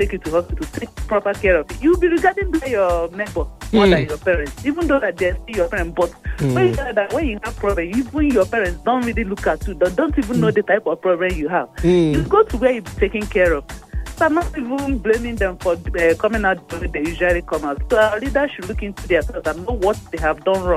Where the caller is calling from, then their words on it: Nigeria; Good evening. … from White Sand.